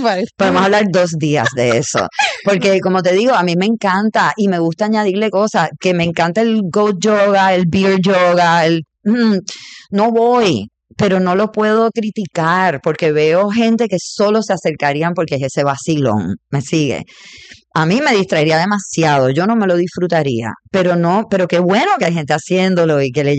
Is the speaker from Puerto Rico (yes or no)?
yes; Puerto Rico; yo soy boricua